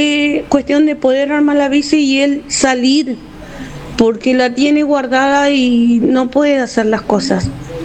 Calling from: Buenos Aires, Argentina

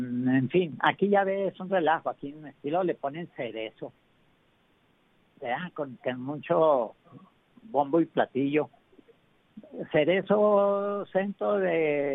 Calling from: Mexico

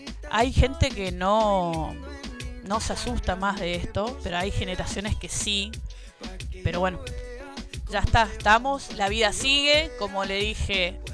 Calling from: Argentina

